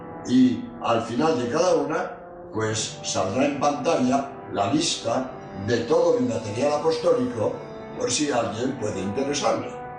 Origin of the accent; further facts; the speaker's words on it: Spain; soy jesuita español